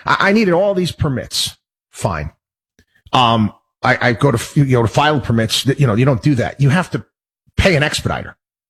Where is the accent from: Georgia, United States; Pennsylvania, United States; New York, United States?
New York, United States; Albany; I grew up in Albany, New York. I saw a lot of that.